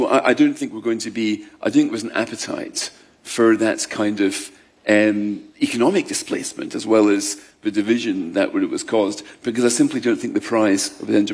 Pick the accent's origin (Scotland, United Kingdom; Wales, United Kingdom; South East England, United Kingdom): Scotland, United Kingdom; as a Scot